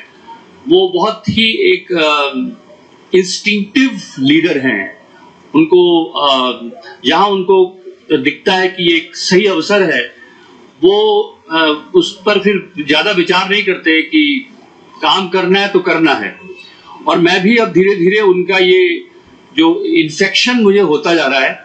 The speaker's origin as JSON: {"language": "Hindi", "region": "Uttarakhand", "country": "India", "said": "मैं उत्तराखंड से हूँ"}